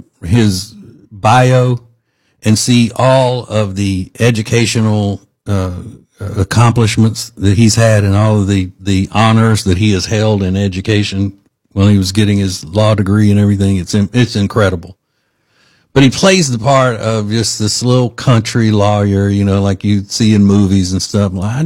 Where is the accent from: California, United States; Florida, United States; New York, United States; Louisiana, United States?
Louisiana, United States; born or raised there; now in Charlotte, United States